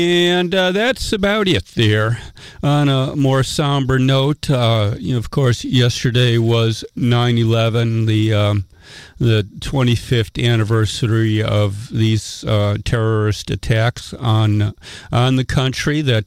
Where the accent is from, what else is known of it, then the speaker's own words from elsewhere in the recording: Chicago, Illinois, United States; As a Chicagoan, I'd call that all greater Chicago